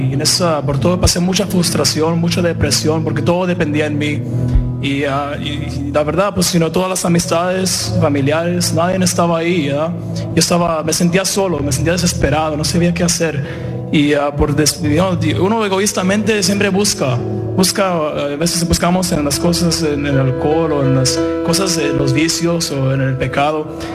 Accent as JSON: {"language": "Spanish", "town": "Valencia", "region": "California", "country": "United States", "said": "vengo de Valencia, Santa Clarita."}